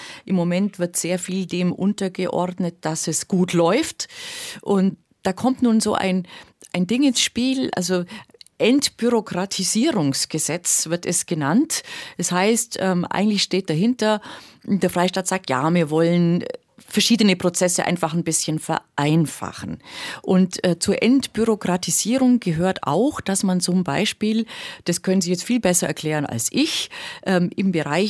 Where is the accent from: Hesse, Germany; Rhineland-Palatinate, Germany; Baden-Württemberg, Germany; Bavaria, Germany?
Bavaria, Germany; Also es ist meine Heimatregion, deswegen kenne ich mich da ein bisschen aus.